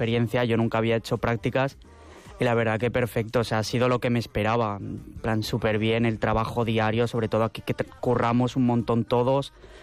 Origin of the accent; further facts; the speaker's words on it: Zaragoza, Aragon, Spain; also born or lived in Alquézar; empiezo tercero de periodismo en Zaragoza, que yo soy de ahí.